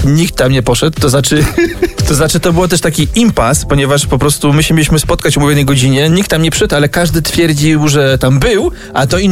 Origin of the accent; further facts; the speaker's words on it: Bojków, Silesian Voivodeship, Poland; born there; Ja mam taką historię u mnie w Bojkowie.